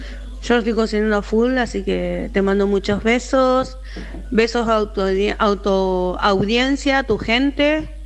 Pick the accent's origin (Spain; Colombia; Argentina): Argentina; Buenos Aires; Hola, mi reina hermosa, princesa